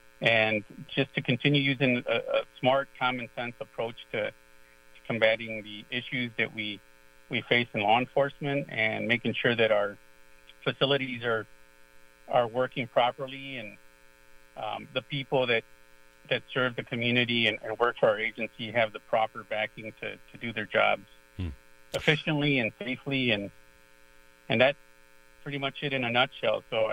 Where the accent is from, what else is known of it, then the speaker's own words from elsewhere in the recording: Chicago, Illinois, United States; moved away as an adult; also born or lived in Guatemala City, Guatemala; now in Kenosha County, United States; I am one of your candidates running for sheriff. I was born in Guatemala City and raised in Chicago South Side, specifically Chicago's Gage Park neighborhood.